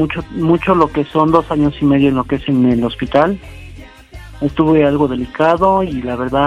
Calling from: Apizaco, Tlaxcala, Mexico; Aquí de Apizaco, Tlaxcala.

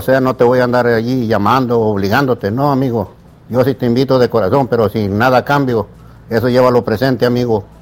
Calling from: Puebla, Mexico; yo soy poblano, no soy de otro lado.

